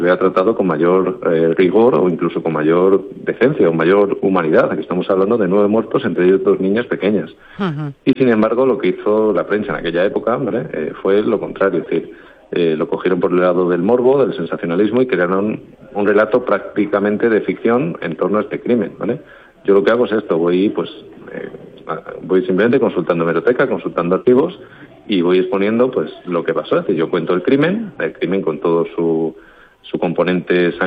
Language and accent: Spanish; Extremadura, Spain; Yo soy extremeño, como decías, de la Sierra de Gata. Estoy, digamos, lejos de La Serena, lejos de Puerto Urraco.